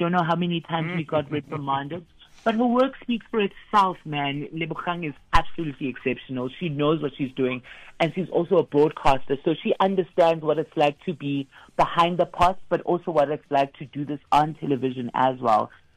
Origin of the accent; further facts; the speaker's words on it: South Africa; You're going to love to see what it's like to get married as a South African, all the drama that happens, but also just the beauty of us as a nation.